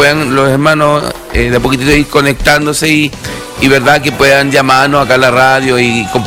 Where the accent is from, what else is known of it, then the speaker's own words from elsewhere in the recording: Chile; así somos, así el chileno.